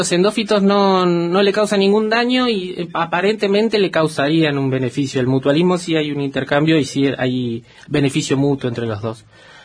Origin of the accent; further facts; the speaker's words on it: Buenos Aires, Argentina; moved away as an adult; now in Esquel, Argentina; Yo soy de Buenos Aires, me vine hace ya más o menos 13, 14 años. Yo estaba estudiando biología allá en Buenos Aires